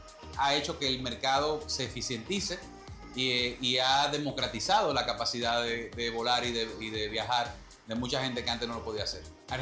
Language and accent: Spanish; Dominican Republic; una sonrisa, eso que tanto nos caracteriza como dominicanos